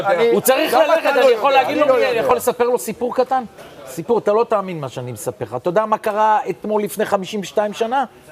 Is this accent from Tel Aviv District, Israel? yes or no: yes; Tel Aviv, Tel Aviv District, Israel; אני גדלתי בשכונת התקווה, סבא שלי היה הרב הראשי של שכונת התקווה